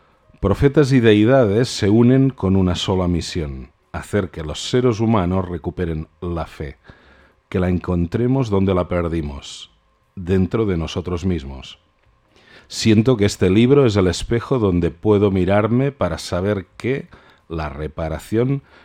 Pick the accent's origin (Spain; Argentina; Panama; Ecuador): Spain; first language Catalan; Spanish is a second language; Y en catalán, evidentemente, va a ser algo que está en el horizonte, porque es mi lengua materna